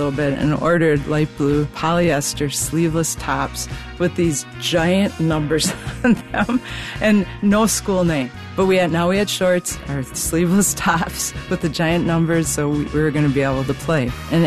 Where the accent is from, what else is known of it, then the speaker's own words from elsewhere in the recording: Manitowoc, Wisconsin, United States; I am 66. So we grew up in Manitowoc, Wisconsin